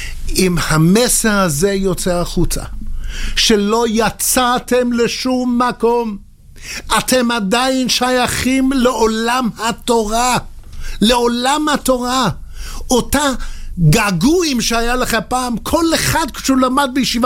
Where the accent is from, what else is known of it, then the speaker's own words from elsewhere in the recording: England, United Kingdom; Hebrew is a second language; moved away; בתור אנגלי.